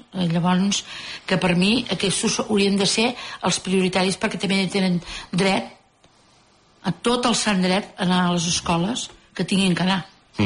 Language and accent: Catalan; Bellvei, Catalonia, Spain; al meu poble, que és Bellvei